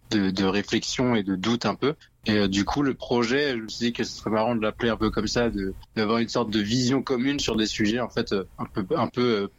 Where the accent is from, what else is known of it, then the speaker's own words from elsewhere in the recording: Tours, Centre-Val de Loire, France; comme je viens de Tours, il y a tout le temps des trucs à aller voir musicalement.